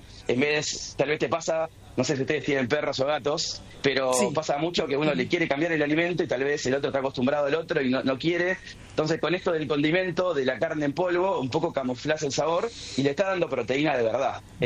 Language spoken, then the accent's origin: Spanish; Mar del Plata, Buenos Aires Province, Argentina; De hecho, yo soy de Mar del Plata y él, entiendo que de Córdoba.